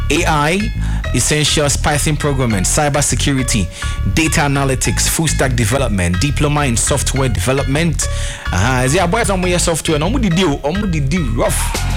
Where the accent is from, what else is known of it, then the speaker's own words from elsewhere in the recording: Volta, Ghana; That's my favorite part in Ghana, you know. You are in the Voltaire, you are chilling in my hometown.